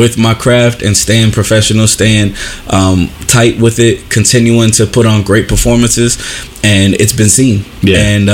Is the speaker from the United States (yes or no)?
yes; Chicago, Illinois, United States; I was born in Chicago, but I was raised my entire life in the 19th Ward.